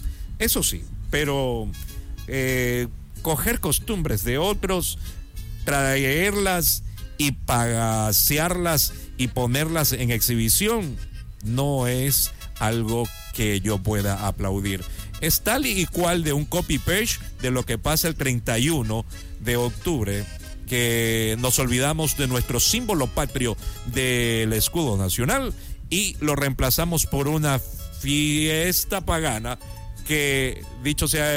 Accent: Ecuador

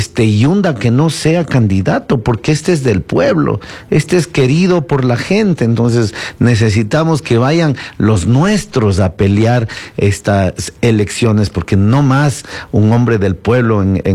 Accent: Quito, Pichincha, Ecuador; la gente sabe que soy de Quito, la gente sabe que he votado aquí

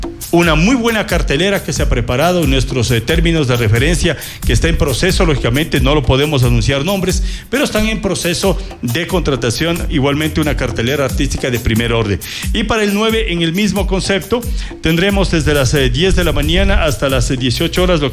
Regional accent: Ambato, Tungurahua, Ecuador; ¿de dónde eres? De Ambato, de Tungurahua.

